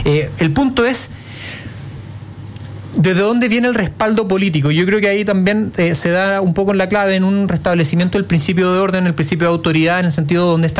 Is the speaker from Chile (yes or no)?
yes; Chile; es realmente imposible poder coordinarnos como chilenos